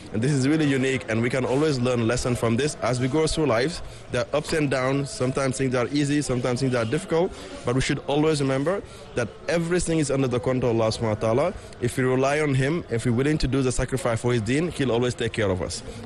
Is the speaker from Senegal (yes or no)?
yes; Senegal; also born or lived in United Kingdom / United States; now in London, United Kingdom; I was born and raised in Senegal, but I spent most of my life between the UK and the United States. I currently live between London and Dakar. My family is based here in Senegal, but I work in London.